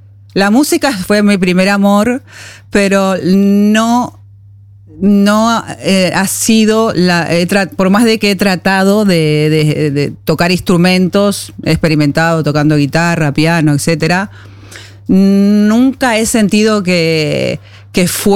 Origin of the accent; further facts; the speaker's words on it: Montevideo, Uruguay; moved away as an adult; now in Norway; yo crecí en Uruguay, nací y crecí en Uruguay, me mudé a Noruega a los 29 años, 28, 29, o sea, la mayor parte de mi vida la viví allí.